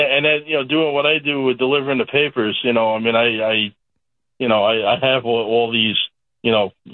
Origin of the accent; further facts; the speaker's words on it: Plainedge, New York, United States; now in Ronkonkoma, United States; the Plain Edge is my alma mater where I grew up.